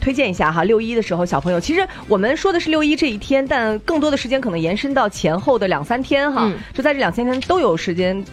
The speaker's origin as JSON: {"language": "Chinese", "town": "Lanzhou", "region": "Gansu", "country": "China", "said": "我是兰州的嘛，"}